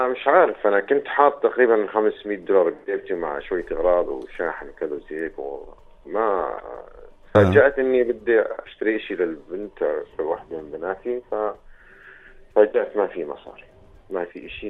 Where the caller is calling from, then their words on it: Jordan; جيت طلعت من الأردن الخميس.